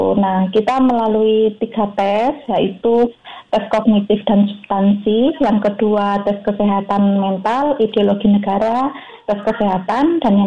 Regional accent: Malang, East Java, Indonesia; now in Lampung, Indonesia; Dari Kota Malang, Jawa Timur. Kemudian saya kebetulan pindah ke Lampung itu sekitar bulan Desember. Lampung Tengah.

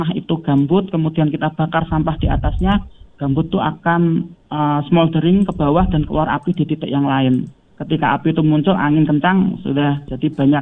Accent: Palangka Raya, Central Kalimantan, Indonesia; kita sebagai warga Palangkaraya

